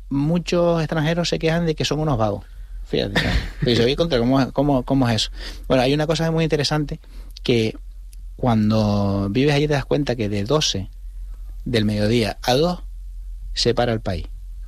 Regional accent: Canary Islands, Spain; moved away; como canario me gustaba

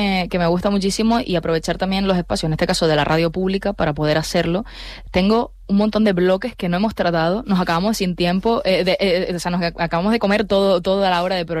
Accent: Canary Islands, Spain; si Canarias tiene factores propios como la insularidad, como saben somos una región ultraperiférica

